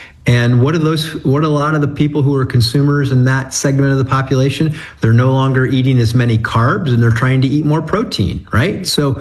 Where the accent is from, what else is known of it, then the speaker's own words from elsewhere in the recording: United States; Well, growing up in Williams County, the fair used to be very close to where my high school was, and I'd go there every day for lunch for a milkshake and a pork sandwich.